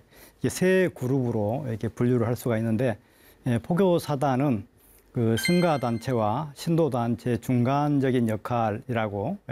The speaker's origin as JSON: {"language": "Korean", "town": "Naju", "region": "South Jeolla", "country": "South Korea", "tie": "born or raised there", "said": "저는 고향은 전라남도 나주가 고향입니다."}